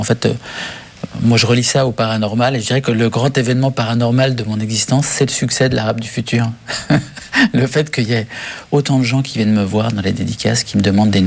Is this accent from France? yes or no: no; Syria; moved away; comme on posait cette question énormément quand j'étais enfant, notamment en Syrie, où les gens dans le village se demandaient